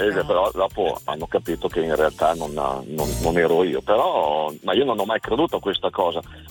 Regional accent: Lombardy, Italy; Di Mantova. Mantova provincia, sì, un paesino.

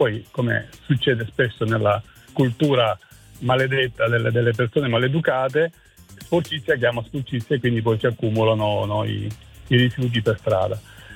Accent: Apulia, Italy; born there; now in Bolzano, Italy; io chiamo da Bolzano perché vivo a Bolzano da tantissimi anni, okay. Ma sono salentino di nascita.

